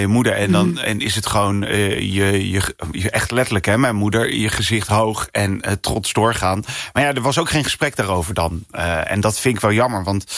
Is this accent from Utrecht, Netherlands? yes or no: no; Rotterdam, South Holland, Netherlands; Ja, ik ben een Rotterdammer. Ja, is bij Zalmplaat, is op Rotterdam-Zuid.